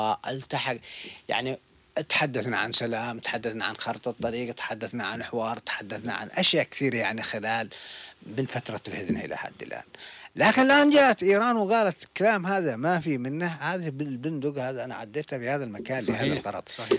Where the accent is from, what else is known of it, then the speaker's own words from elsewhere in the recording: Yemen; الآن نحن وجها لوجه مع إيران كيمنيين.